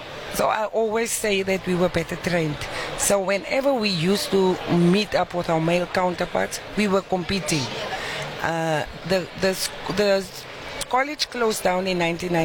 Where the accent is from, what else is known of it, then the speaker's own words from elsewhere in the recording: Oudtshoorn, Western Cape, South Africa; I grew up in Oudtshoorn, very small town in the Western Cape